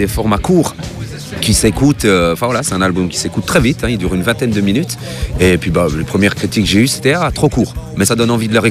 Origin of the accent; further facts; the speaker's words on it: Switzerland; born there; moi je suis né en Suisse, de parents immigrés, mais ouais, je suis né en Suisse.